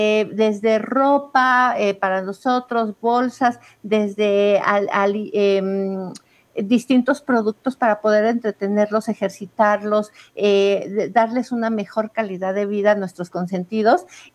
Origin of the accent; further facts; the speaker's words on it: Mexico; hagamos solidaridad como mexicanos que somos bien solidarios